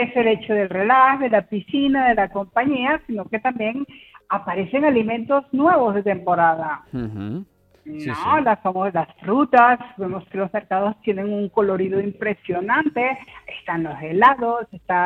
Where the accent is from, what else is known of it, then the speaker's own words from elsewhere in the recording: Venezuela; born there; yo nací en Venezuela, y entonces, claro, básicamente no teníamos veranos ni inviernos, teníamos épocas secas y de lluvia